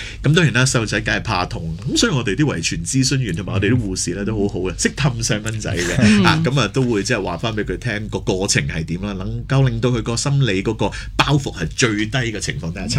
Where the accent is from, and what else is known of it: Hong Kong